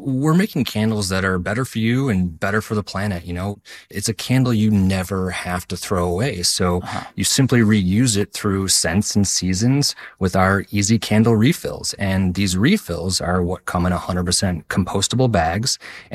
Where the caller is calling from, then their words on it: Brooklyn, New York, United States; Hi, Sarah. Hi, Guy. … I'm calling in from Brooklyn, New York.